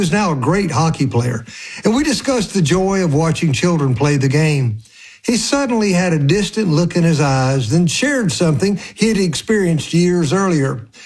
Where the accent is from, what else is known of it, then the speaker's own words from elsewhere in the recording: Alabama, United States; I was in an ice hockey rink while growing up in South Alabama.